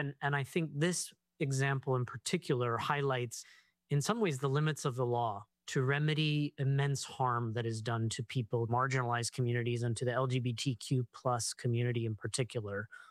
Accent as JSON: {"language": "English", "town": "Colorado Springs", "region": "Colorado", "country": "United States", "tie": "born or raised there"}